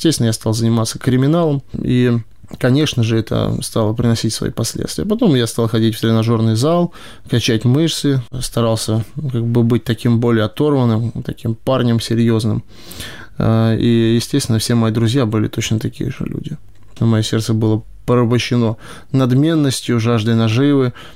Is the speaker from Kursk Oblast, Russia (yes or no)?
no; Moscow, Russia; moved away as an adult; now in Kharkiv, Ukraine; Я из Москвы. Здесь, в Харькове, тружусь 2 года.